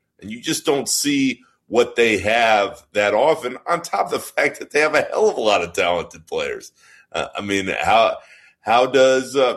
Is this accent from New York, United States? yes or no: no; Orlando, Florida, United States; I grew up in Orlando. That team with Shaq and Penny was my first basketball love.